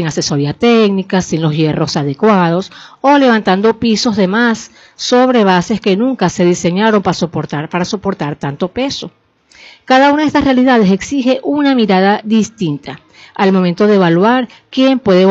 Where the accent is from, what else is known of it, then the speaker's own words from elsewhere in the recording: Venezuela; nos involucra a todos como venezolanos porque vivimos en suelos sísmicos